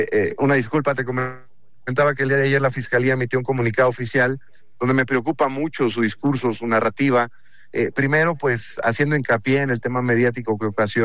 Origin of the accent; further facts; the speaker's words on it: Mexico; estoy preocupado como ciudadano mexicano.